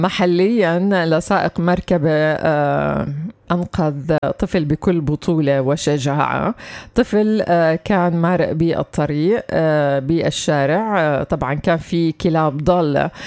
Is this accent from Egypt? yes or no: no; West Bank, Palestine; عندنا في الضفة الغربية